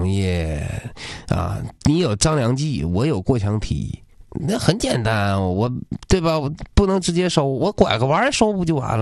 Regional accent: Liaoyuan, Jilin, China; 我搁辽源啊，我老家辽源的

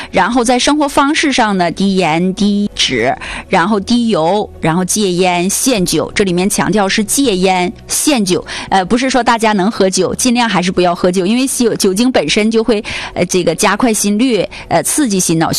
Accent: Northeast China, China; 尤其是咱们东北人比较热情

